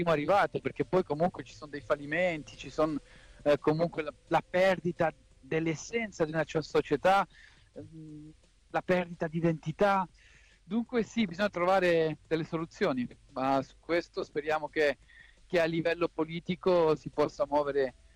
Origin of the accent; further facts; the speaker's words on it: Geneva, Switzerland; perché io ricordo che comunque io sono cresciuto a Ginevra